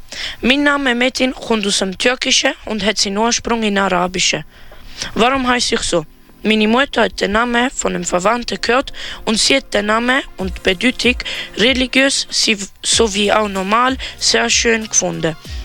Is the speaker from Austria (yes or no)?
no; North Macedonia; Ich komme aus Albanien, also besser gesagt, ich bin Albaner aus Mazedonien. Ich bin auch Islam, also ich glaube an die Religion Islam.